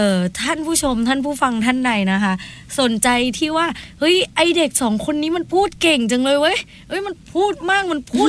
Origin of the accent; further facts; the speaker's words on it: Phang Nga, Thailand; accent: southern; คนพังงาเมืองสวยในหุบเขาค่ะ